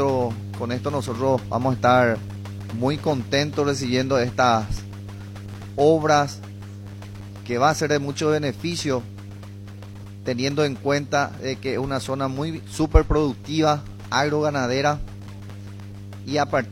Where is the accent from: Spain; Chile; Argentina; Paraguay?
Paraguay